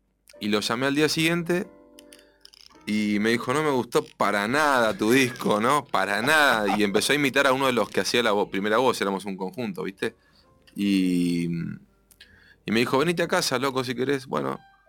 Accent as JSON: {"language": "Spanish", "region": "Buenos Aires", "country": "Argentina", "said": "Yo soy porteño, viste"}